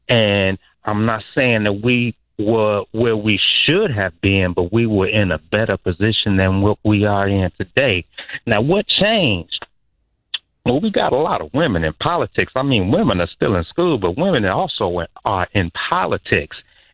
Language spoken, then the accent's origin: English; Chicago, Illinois, United States; I'm born and raised in Chicago.